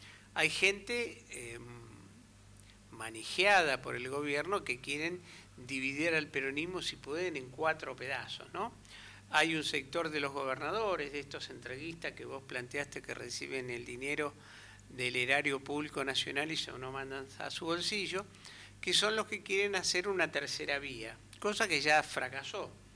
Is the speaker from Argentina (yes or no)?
yes; Argentina; nosotros somos argentinos y malvineros.